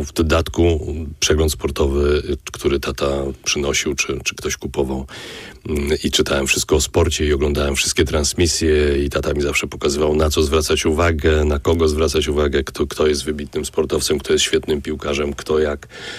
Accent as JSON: {"language": "Polish", "town": "Warsaw", "region": "Masovian Voivodeship", "country": "Poland", "tie": "born or raised there", "said": "Ja wychowywałem się na Targówku przez parę lat jeszcze nie było boisk, więc graliśmy gdzie tylkokolwiek się dało, dopóki było widać piłkę."}